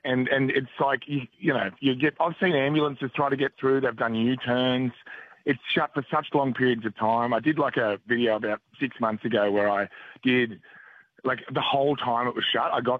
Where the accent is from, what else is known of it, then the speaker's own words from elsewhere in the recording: Scone, New South Wales, Australia; So Scone Bypass, I grew up in Scone.